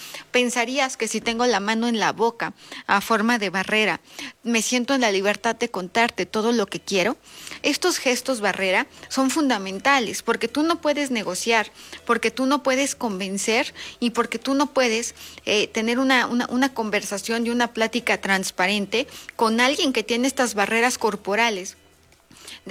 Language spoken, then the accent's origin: Spanish; Mexico; está dentro de nuestro ADN como mexicanos el temblor